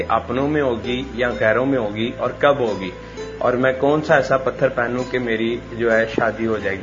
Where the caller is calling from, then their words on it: Lahore, Punjab, Pakistan; اور میں لاہور سے بات کر رہا ہوں.